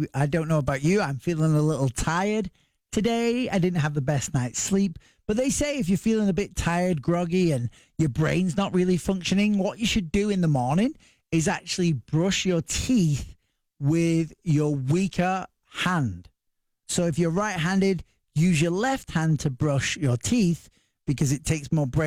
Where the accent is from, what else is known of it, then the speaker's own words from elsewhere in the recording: England, United Kingdom; But I'm English, so I don't even brush my teeth, do I? You know, us English people, we have terrible teeth.